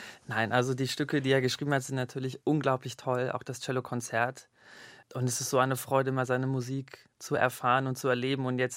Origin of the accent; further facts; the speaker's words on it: Singapore; Genau, ich bin in Singapur aufgewachsen, habe da auch 6 Jahre gelebt und die Zeit in der Grundschule, die Grundschule war im Dschungel eigentlich gelegen.